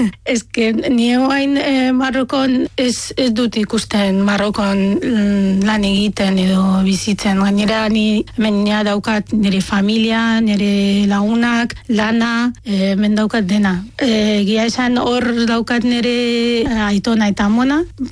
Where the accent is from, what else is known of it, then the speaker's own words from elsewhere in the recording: Casablanca, Casablanca-Settat, Morocco; now in Basque Country; ni Casablancatik nator